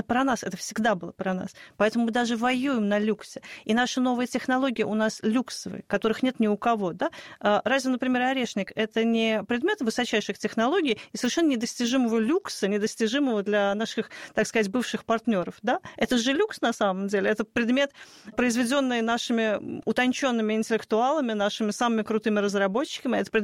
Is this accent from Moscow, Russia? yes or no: yes; Moscow, Russia; Я вот коренная москвичка